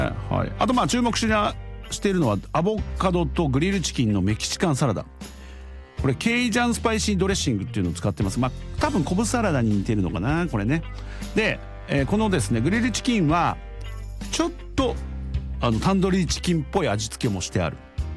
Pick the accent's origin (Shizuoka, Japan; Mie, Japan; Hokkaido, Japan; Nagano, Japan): Mie, Japan; 広島ではないです私ね、三重ですけども